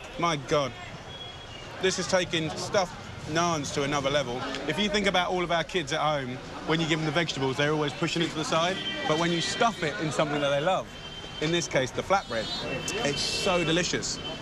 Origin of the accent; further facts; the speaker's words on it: United Kingdom; I'm being so British, I'm like, which way does the queue start?